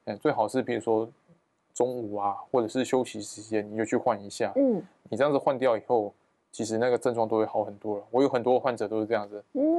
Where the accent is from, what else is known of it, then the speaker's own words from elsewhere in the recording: Taiwan; 我们台湾人又喜欢把水果当成饭后的甜点